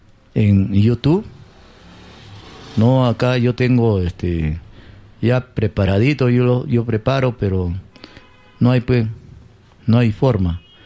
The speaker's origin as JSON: {"language": "Spanish", "country": "Peru", "said": "hay que reconocer qué somos peruanos, cuál es nuestra cultura, la cultura de nuestros Andes"}